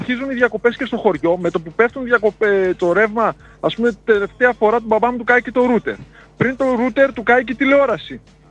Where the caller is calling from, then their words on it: Ofrynio, Central Macedonia, Greece; παραλία Οφρυνίου, που είναι το χωριό μου, Τούζλα.